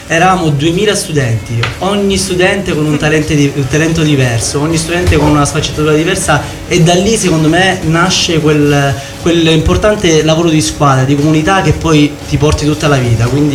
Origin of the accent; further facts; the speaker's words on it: Reggio Calabria, Calabria, Italy; ho 27 anni e vengo appunto da Reggio Calabria, precisamente da Catona Concessa, che è la zona in cui ho sempre vissuto.